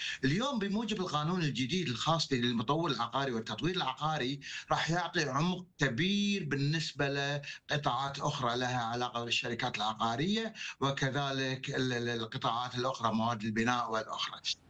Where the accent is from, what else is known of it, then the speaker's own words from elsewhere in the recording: Kuwait; بداية مشكورين على الاستضافة، … من الكويت، تصحيحا لأن سمعت أن أنت